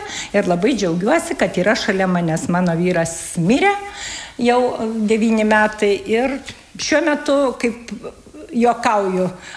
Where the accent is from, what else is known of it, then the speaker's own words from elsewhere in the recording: Kaunas County, Lithuania; now in Ukmergė, Lithuania; Aš kaip sakau, aš esu meilės emigrantė. Meilės emigrantė, atvažiavau čia į Ukmergę ir Ukmergė man iš tikrųjų patiko.